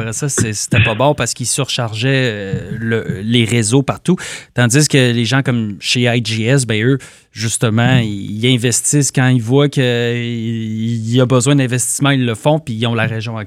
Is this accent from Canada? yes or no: yes; Vankleek Hill, Ontario, Canada; Moi, je prends par exemple chez nous à Vanclick Hill, et c'est comme ça aussi dans plein de places.